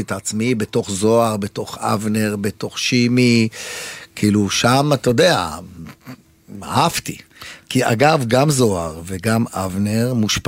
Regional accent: Jerusalem, Jerusalem District, Israel; בירושלים. ואתה בבית כנסת מקבל מרפק מאבא שלך

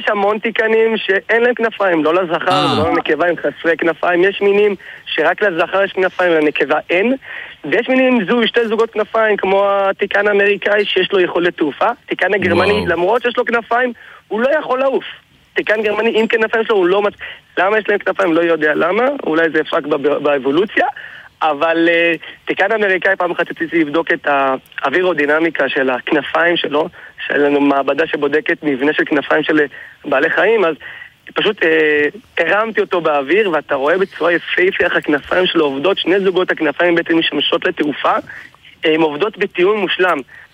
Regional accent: Tunisia; מי שיש לו מסורת לצפון אפריקה, ואפילו ספרד, לא רק תימנים, גם צפון אפריקה, אני טוניסאי ויש לי מסורת

